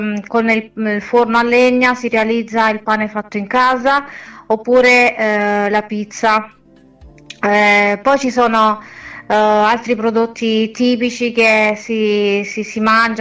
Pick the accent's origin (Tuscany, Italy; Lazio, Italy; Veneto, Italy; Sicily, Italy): Lazio, Italy; Campodimele; Diciamo queste sono un po' le mie origini, da dove provengo.